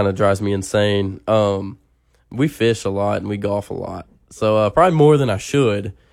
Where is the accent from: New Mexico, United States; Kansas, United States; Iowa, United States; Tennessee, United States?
Tennessee, United States; Chattanooga; But, you know, I grew up in Chattanooga my entire life.